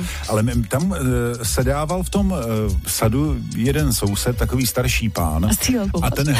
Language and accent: Czech; Ústí nad Labem Region, Czechia; já jsem vyrůstal v Českém středohoří a tam kolem nás byly třešňové sady.